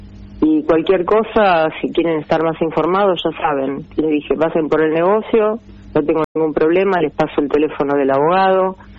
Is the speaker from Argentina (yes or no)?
yes; Argentina; me la rebusco, como todo argentino.